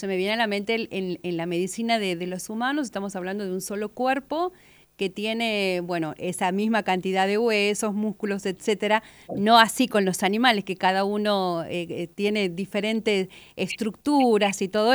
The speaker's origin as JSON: {"language": "Spanish", "region": "Santiago del Estero", "country": "Argentina", "said": "así somos los santiagueños"}